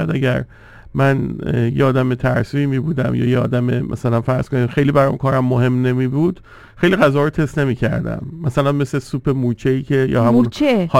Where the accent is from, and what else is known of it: Iran